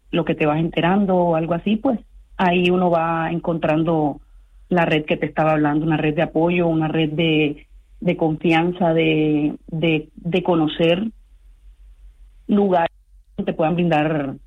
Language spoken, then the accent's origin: Spanish; Cartagena, Bolívar, Colombia; moved away as an adult; now in Tenerife, Spain; Sí, soy de Cartagena, Colombia.